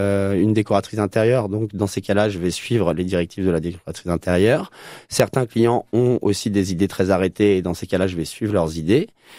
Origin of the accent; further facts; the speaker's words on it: Normandy, France; moved away as an adult; also born or lived in Paris region; now in Bordeaux, France; je suis natif de Normandie